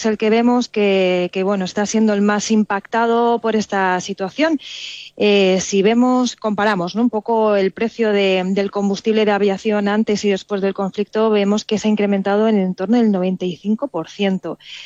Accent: Spain

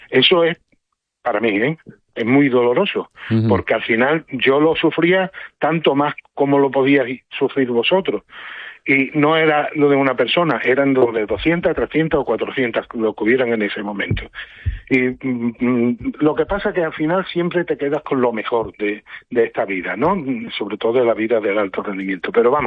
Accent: Ceuta, Spain; yo no soy el único medallista ceutí

